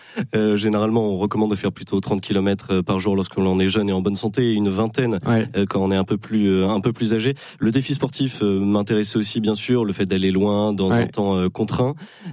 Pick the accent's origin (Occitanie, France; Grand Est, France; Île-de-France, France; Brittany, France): Île-de-France, France; Paris; lorsque l'on est parisien, on a tous un peu un lien avec Rome.